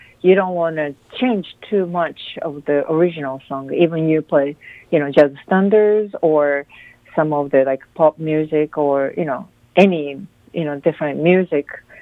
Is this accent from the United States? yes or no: no; Japan; Okay. I'm originally from Japan. I started playing piano from 4 years old, and I started, I was playing classical piano very seriously until 19 years old, 20 years old.